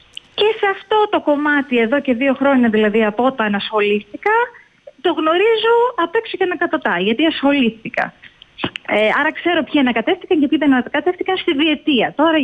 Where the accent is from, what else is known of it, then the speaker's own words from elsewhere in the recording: Argos, Peloponnese, Greece; να αντιπροσωπεύσω τον τόπο μου, εντάξει, όλο τον τόπο μου του Άργους, γιατί με ιδιαίτερη αδυναμία στα χωριά